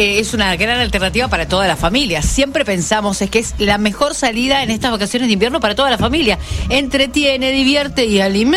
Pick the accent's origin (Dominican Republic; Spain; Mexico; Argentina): Argentina; Me quedo en Argentina